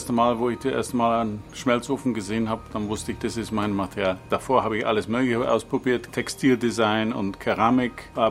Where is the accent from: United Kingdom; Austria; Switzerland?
United Kingdom; England; German is a second language; moved away as an adult; now in Germany; Also ich bin gebürtiger Engländer